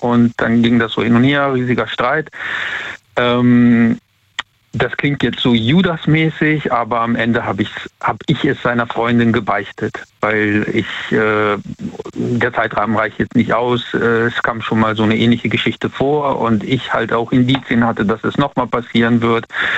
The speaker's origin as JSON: {"language": "German", "town": "Siegburg", "region": "North Rhine-Westphalia", "country": "Germany", "said": "Ich komme ja aus Siegburg, Bonn, die Ecke ist das ja."}